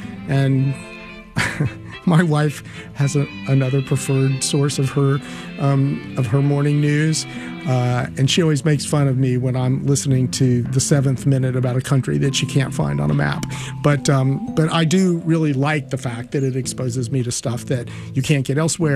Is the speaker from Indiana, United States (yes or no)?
no; Winston-Salem, North Carolina, United States; I'm from Winston-Salem.